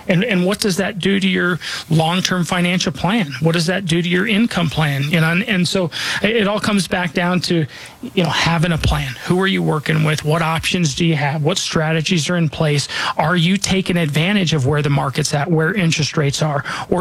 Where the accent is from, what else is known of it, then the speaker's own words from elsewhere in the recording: Denver, Colorado, United States; Again, I was born and raised here in Denver. I'm not just licensed here. This is where I call home. This is where I'm raising my family.